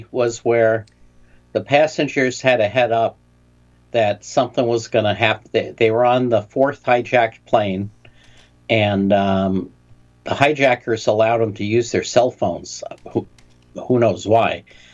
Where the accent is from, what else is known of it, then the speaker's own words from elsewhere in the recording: Los Gatos, California, United States; my hometown of Los Gatos